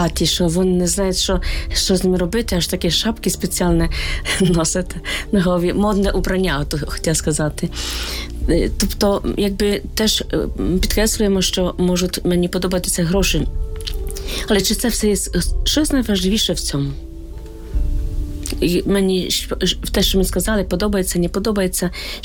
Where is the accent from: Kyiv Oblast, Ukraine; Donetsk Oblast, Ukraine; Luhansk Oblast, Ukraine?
Kyiv Oblast, Ukraine; Boryspil; Так, і я також з Борисполя, парафія Переображення Господнього